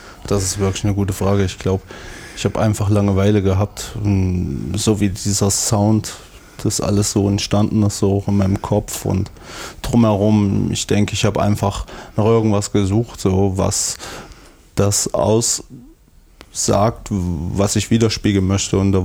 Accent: Erfurt, Thuringia, Germany; born there; Ja, ich bin geboren hier in Erfurt. Geboren. Nur meine Eltern, also meine Mom kommt auch aus Deutschland und mein Vater kommt ursprünglich aus Mosambik.

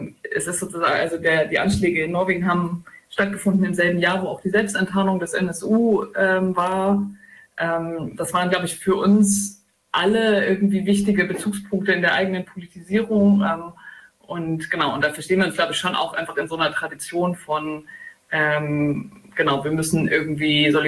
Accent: Jena, Thuringia, Germany; wir kommen aus Jena

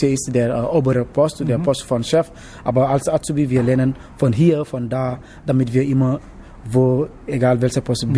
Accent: Dakar, Senegal; German is a second language; now in Germany

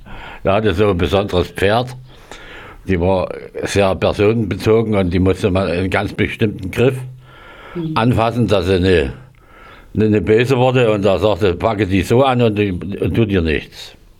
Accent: Ehrenberg, Germany; komme aus Ehrenberg

